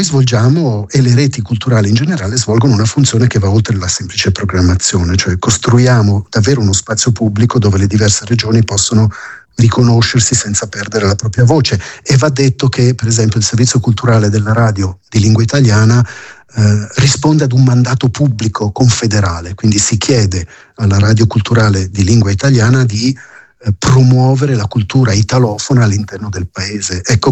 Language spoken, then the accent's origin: Italian; Switzerland